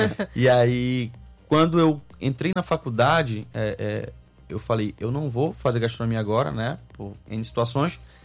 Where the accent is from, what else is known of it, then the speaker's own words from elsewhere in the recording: Belém, Pará, Brazil; eu sou de Belém.